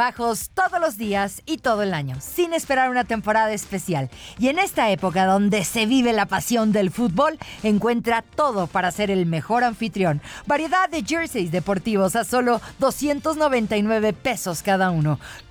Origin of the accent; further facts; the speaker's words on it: Mexico; Nosotros como mexicanos, que ya lo pasamos y lo hemos pasado en diferentes ocasiones